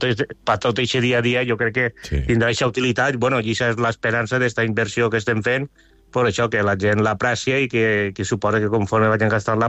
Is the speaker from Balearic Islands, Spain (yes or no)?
no; Valencian Community, Spain; com som valencians